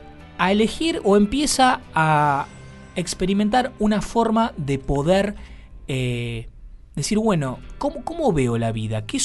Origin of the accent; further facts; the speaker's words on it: Argentina; como somos los argentinos